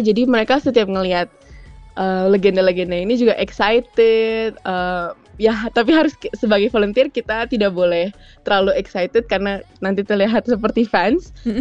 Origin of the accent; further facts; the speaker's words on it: Indonesia; moved away as an adult; now in Mexico City, Mexico; aku tinggal di Meksiko City tapi aku bukan orang Meksiko. Mereka, hah dari mana? Dari Indonesia.